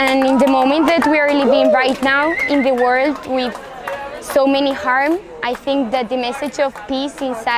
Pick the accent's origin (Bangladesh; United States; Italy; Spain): Spain; from Spain and also from Japan.